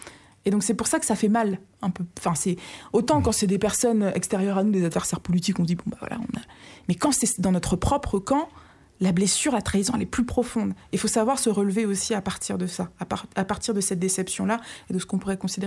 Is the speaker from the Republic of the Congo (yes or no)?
yes; Republic of the Congo; d'où je viens, du Congo-Brazzaville, pour être plus précise